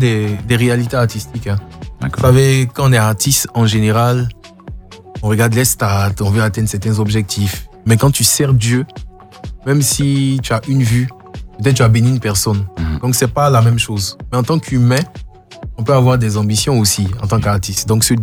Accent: Côte d’Ivoire; now in Abidjan, Côte d'Ivoire; En fait, je suis de Gagnois et de Giglo.

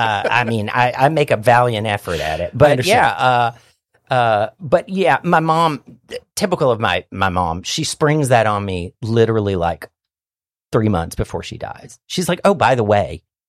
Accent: United States; I'm a mutt. I'm American.

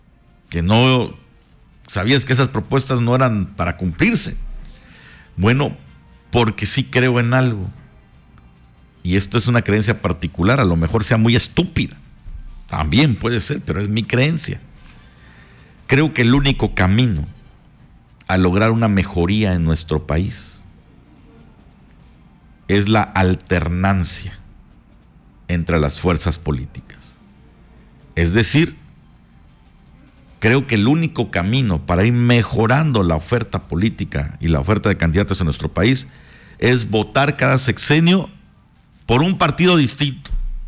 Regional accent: Mexico; como hemos sido siempre los mexicanos

